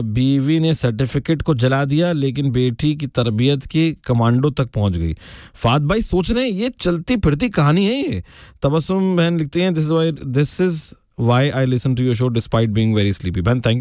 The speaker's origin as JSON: {"language": "Hindi", "region": "Delhi", "country": "India", "moved": "yes", "lives_now": "Mumbai, India", "said": "भाई मैं दिल्ली से हूं भाई, दिल्ली का टैलेंट है भाई, हम दिल्ली के गबरू हैं।"}